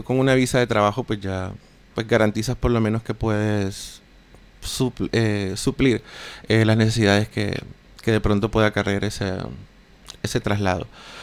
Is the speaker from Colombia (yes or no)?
yes; Colombia; moved away as an adult; also born or lived in Spain; now in United States; hace aproximadamente 5 años me fui de Colombia. Estuve en España por 2 años. Actualmente resido en Estados Unidos desde hace 3 años.